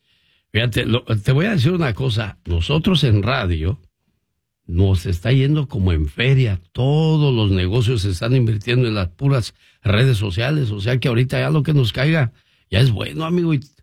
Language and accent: Spanish; Mexico; Tenemos más billetes, nosotros somos puros puros mexicanos somos, billetudos.